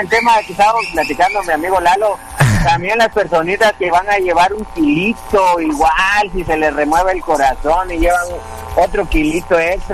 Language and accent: Spanish; Chiapas, Mexico; Pues yo estoy en el punto donde nos recordemos por qué somos chiapanecos todos los que estamos aquí.